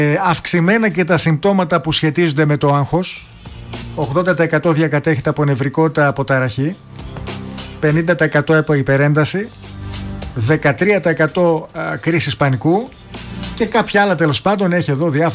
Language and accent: Greek; Greece; ως Έλληνες